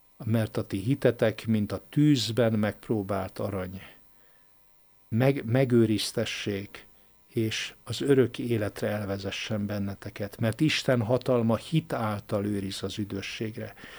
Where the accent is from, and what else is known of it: Mosonmagyaróvár, Győr-Moson-Sopron, Hungary; born or raised there